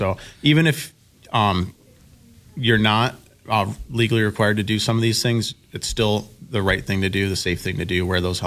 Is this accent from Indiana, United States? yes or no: no; Michigan, United States; Yeah, I'm from Lower Michigan. I grew up loving the outdoors.